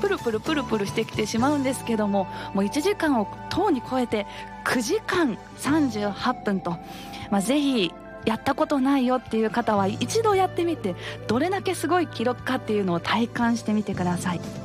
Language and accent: Japanese; Mie, Japan; 私は三重県出身なんですが、伊勢路を走っている駅伝をよく見に行っておりました。